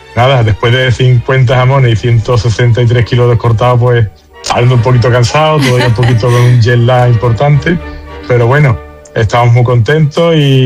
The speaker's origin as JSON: {"language": "Spanish", "town": "San Juan del Puerto", "region": "Andalusia", "country": "Spain", "tie": "born or raised there", "said": "dónde estaba San Juan del Puerto, que es mi pueblo"}